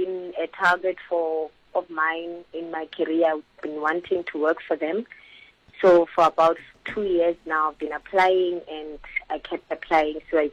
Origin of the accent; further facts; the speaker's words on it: Polokwane, Limpopo, South Africa; I am originally from Polokwane in Limpopo